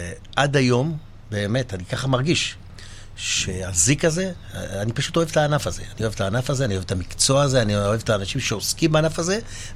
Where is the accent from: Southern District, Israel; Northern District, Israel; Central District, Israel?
Central District, Israel; Netanya; also born or lived in Jerusalem; יליד נתניה. גאה להגיד שאני נתניאתי. גדלתי בנתניה, למדתי בנתניה. אמנם את התארים הראשון והשני עשיתי בירושלים, אז לא שהפכתי להיות ירושלמי, אבל הייתי לא מעט שנים בירושלים.